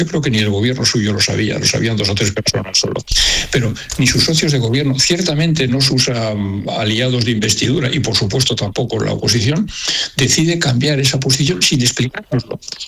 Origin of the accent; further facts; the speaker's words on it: Spain; Yo creo que como español, sí, no sé, yo estoy jubilado, pero pienso que mucha gente piensa como yo, ¿no?